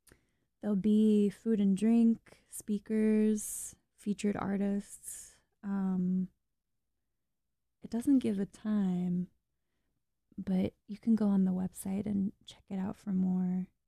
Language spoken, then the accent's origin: English; Kansas, United States; now in Chicago, United States; I'm from Kansas, so a tornado don't scare me none.